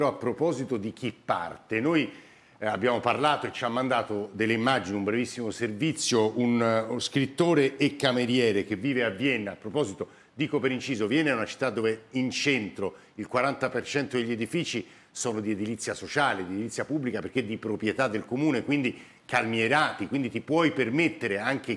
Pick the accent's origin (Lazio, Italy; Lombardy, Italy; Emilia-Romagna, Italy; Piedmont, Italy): Lazio, Italy; Rome; io sono romano